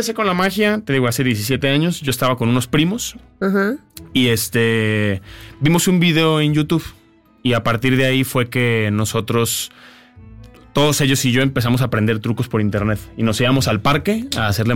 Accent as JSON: {"language": "Spanish", "region": "Colima", "country": "Mexico", "said": "porque yo soy de Colima."}